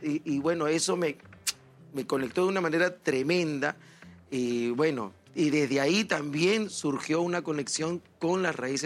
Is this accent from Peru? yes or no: yes; Peru; Nosotros también, nosotros como peruanos también tenemos el ritmo como una energía, una fuente de resistencia, de memoria, de identidad.